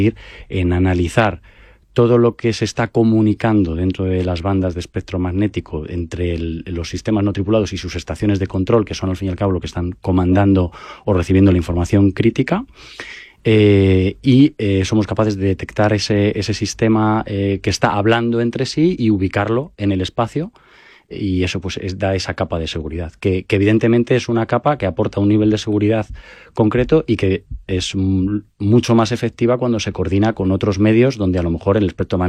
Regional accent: Spain

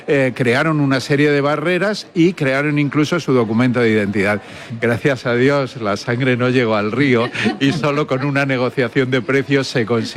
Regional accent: Madrid, Community of Madrid, Spain; yo sí hablaría como madrileño.

